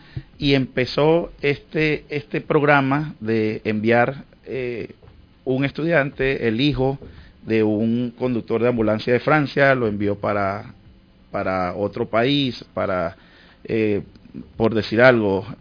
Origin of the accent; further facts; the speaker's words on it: San Cristóbal, Táchira, Venezuela; desde San Cristóbal, estado Táchira, de donde yo soy